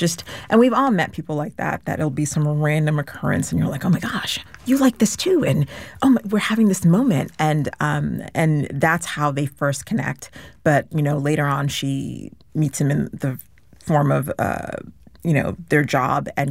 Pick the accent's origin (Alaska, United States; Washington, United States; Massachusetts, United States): Massachusetts, United States; Shrewsbury; Growing up, I grew up in Massachusetts in a very small town, Shrewsbury, Massachusetts.